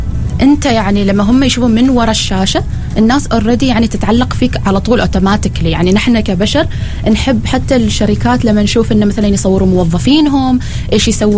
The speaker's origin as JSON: {"language": "Arabic", "country": "Oman"}